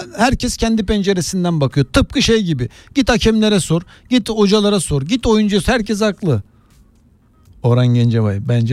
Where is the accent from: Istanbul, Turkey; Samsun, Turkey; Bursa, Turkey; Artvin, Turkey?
Istanbul, Turkey; Gaziosmanpaşa; Bak, ben Gazi Osman Paşa'da büyüdüm. Hani senin o hani varoş diye anlattıkları böyle eğitim konusunda problemli bir yerde büyümüşüm.